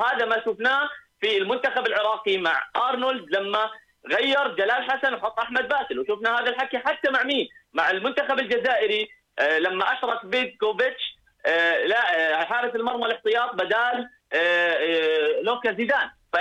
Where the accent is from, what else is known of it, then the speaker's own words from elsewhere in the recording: Jordan; من حقنا كأردنيين وكشارع أردني